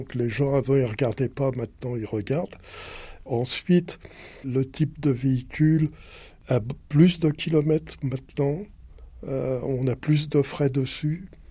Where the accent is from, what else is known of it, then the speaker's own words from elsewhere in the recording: Paris, Île-de-France, France; je suis parisien d'origine